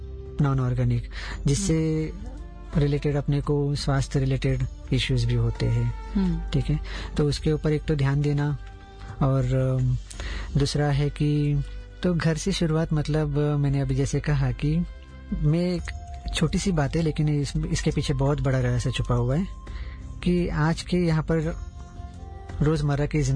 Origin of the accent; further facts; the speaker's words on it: Mumbai, Maharashtra, India; मैं मुंबई से बिलोंग करते हैं